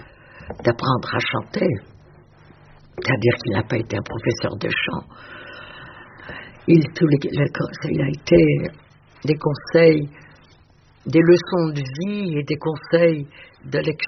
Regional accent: Hauts-de-France, France; accent: Nord; D'abord, me faire perdre mon accent du Nord. Qu'il a fallu que je reprenne.

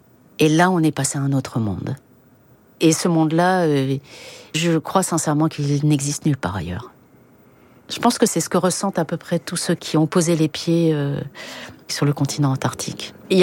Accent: France; chez nous, en France

